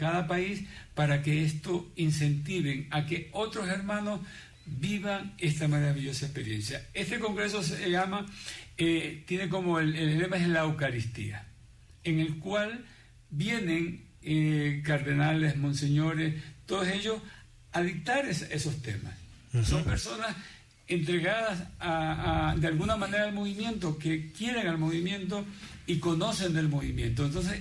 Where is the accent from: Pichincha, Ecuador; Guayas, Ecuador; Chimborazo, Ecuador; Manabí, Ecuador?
Manabí, Ecuador; Manta; en la ciudad de Manta, de donde soy oriundo.